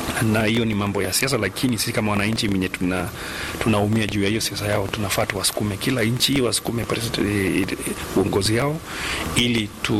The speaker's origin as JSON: {"language": "Swahili", "country": "Kenya", "said": "Mimi kama Mkenya utahitaji visa kama 10 ama 20 uende kwa nchi nyingine"}